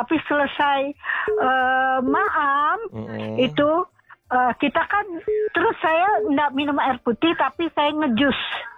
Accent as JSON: {"language": "Indonesian", "region": "West Java", "country": "Indonesia", "said": "Saya dari Jawa Barat, tanya orang Jawa Barat, enggak suka manis."}